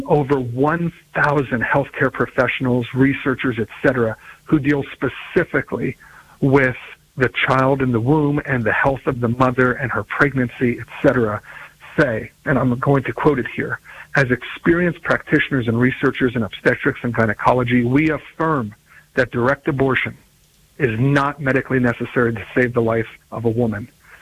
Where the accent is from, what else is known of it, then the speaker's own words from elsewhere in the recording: Virginia, United States; I think, unfortunately, and in my home state of Virginia, we see this coming November a ballot initiative